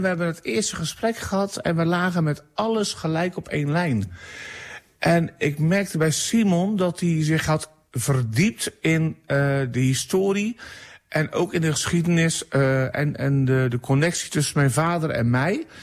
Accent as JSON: {"language": "Dutch", "town": "Dordrecht", "region": "South Holland", "country": "Netherlands", "said": "Ik ben eigenlijk een beetje gevlucht uit Dordrecht, omdat ik niet passerig bedoeld, maar ik ben geen bekende Nederlander, maar in Dordrecht, als ik in de binnenstad loop, dan word ik constant aangesproken."}